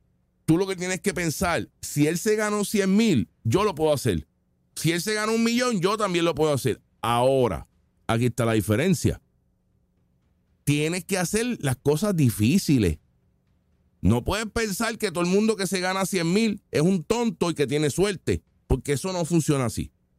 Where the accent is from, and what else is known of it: Puerto Rico